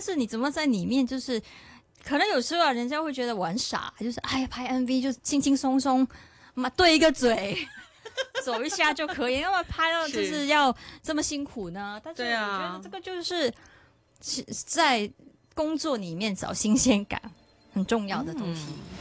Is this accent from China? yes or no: no; Singapore; 我童年不在香港长大，就是在新加坡